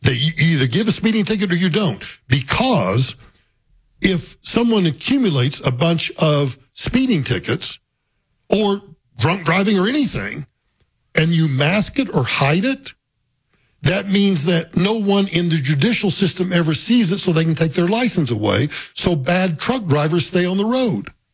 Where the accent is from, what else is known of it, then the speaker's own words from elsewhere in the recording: Guymon, Oklahoma, United States; It involves, sadly to say, it involves my hometown in Guymon, Oklahoma.